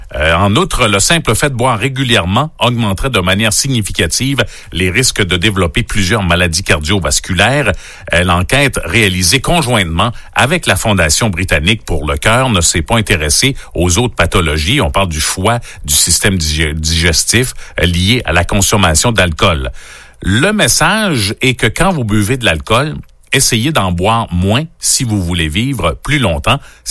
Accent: Canada; chez nous au Canada ou encore aux États-Unis.

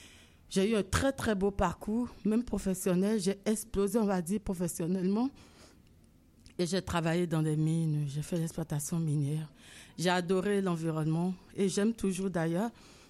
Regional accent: Benin; j'ai décidé de rentrer au Bénin, qui est mon pays d'origine, dont celui de mes parents. Et je voulais savoir un peu plus le Bénin. Alors, mon arrivée au Bénin a amené toute la famille à venir finalement au Bénin. Donc, une deuxième partie de mon enfance commence là.

